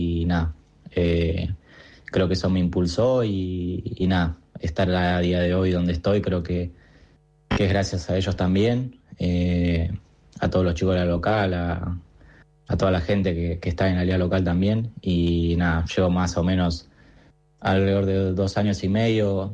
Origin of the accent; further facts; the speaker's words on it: Puerto San Julián, Santa Cruz, Argentina; now in Madrid, Spain; un entrenador que es de mi pueblo, de San Julián